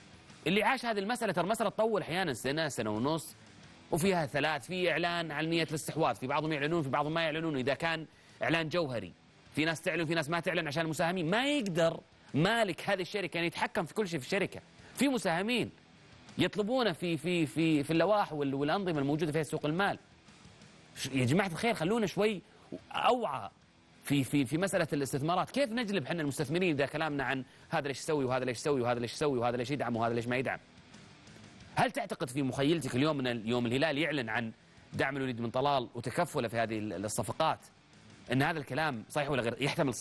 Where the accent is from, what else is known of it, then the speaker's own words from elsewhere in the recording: Saudi Arabia; عندنا في المملكة العربية السعودية